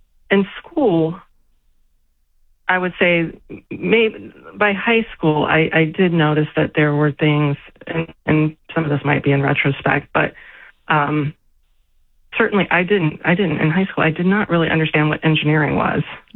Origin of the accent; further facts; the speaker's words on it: London, United Kingdom; I grew up in South London.